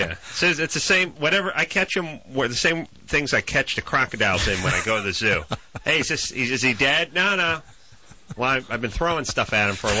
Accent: Los Angeles, California, United States; I grew up in Los Angeles

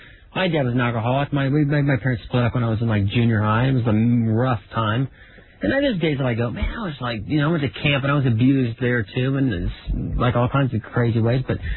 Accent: Florida, United States; I grew up in Florida.

